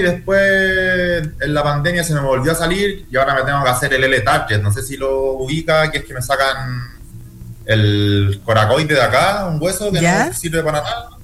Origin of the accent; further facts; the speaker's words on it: San Fernando, O'Higgins, Chile; now in Santiago, Chile; Yo me crié en San Fernando, que es como un poquito más al sur de Santiago.